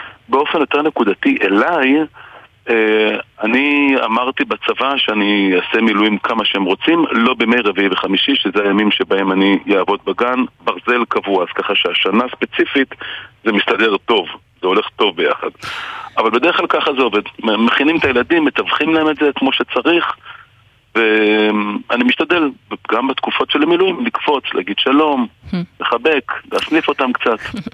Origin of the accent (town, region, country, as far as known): Central District, Israel; born or raised there